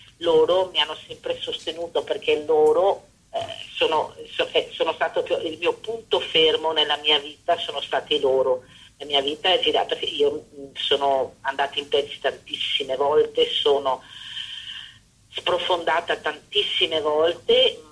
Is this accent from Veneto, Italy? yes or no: yes; Venice, Veneto, Italy